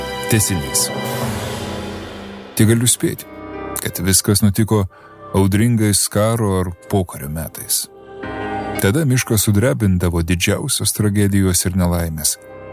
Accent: Samogitia, Lithuania; now in Vilnius, Lithuania; netoliese nuo mano tėviškės, Žemaitijoje.

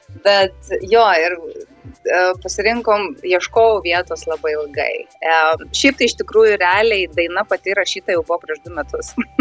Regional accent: Vilnius, Vilnius County, Lithuania; moved away; aš pati iš Vilniaus esu gimus, Joniškėse

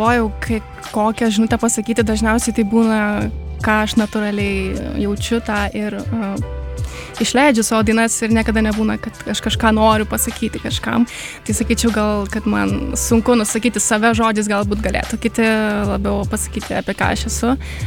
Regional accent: Kaunas, Kaunas County, Lithuania; also born or lived in Vilnius; aš kaunietė. Visą laiką buvau ir tikriausiai, kad būsiu.

